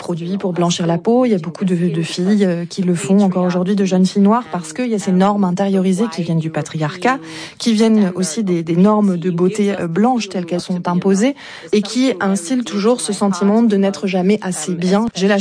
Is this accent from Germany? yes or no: yes; Germany; Et moi, j'ai grandi effectivement avec des gens qui me disaient que j'étais trop noire pour être allemande et qui me disaient qu'il fallait que je rentre chez moi.